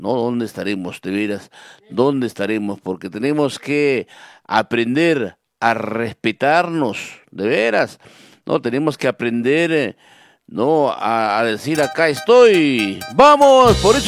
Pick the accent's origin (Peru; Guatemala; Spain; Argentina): Peru